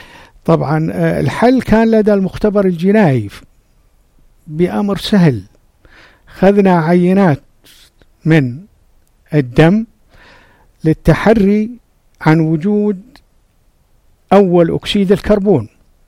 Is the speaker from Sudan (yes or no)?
no; Jordan; جريمة حصلت عندنا في الأردن قبل سنوات،